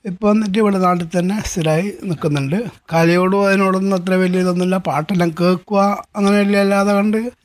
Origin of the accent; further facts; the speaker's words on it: Kerala, India; ഞാൻ മരുതായി എന്ന സ്ഥലത്താണ് ജനിച്ചു വളർന്നത്.